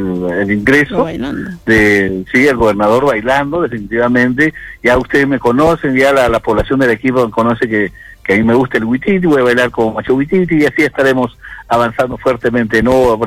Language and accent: Spanish; Arequipa, Peru; asentar mucho más nuestra identidad como arequipeños, como región Arequipa